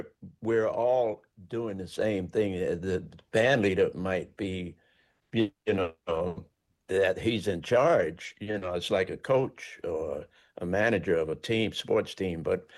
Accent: Baltimore, Maryland, United States; I'm from Baltimore, which is like 30 miles apiece.

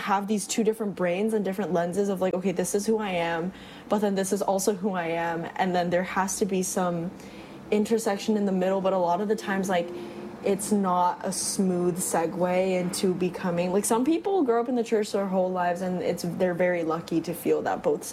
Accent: Orange County, California, United States; I'm from Orange County

